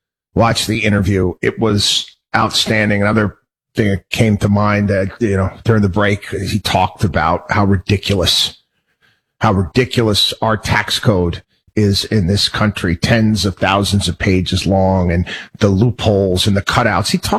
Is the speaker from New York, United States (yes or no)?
yes; Albany, New York, United States; born or raised there